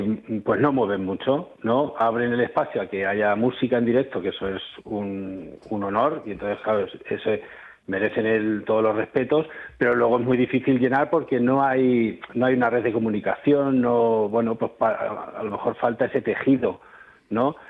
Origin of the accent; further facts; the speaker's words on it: Albacete, Castilla-La Mancha, Spain; soy un cantautor de Albacete.